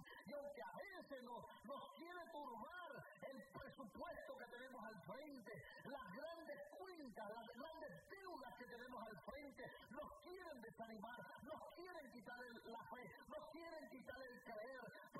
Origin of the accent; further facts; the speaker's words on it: Puerto Rico; Mira, hermano, yo soy puertorriqueño y yo hablo con la L y con la R y todavía trato de educarme